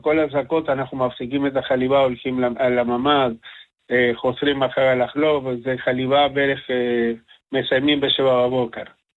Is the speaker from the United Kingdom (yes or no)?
no; Argentina; accent: Spanish; Hebrew is a second language; now in Israel; אני ארגנטינאי.